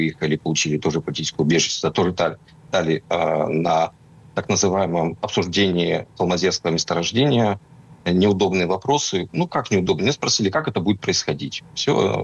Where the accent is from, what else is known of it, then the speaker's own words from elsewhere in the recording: Murmansk Oblast, Russia; я сам из Мурманской области, где много промышленных гигантов